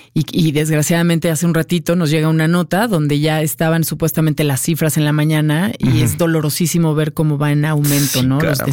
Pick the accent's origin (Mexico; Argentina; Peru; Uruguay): Mexico; Nosotros como mexicanos siempre queremos ayudar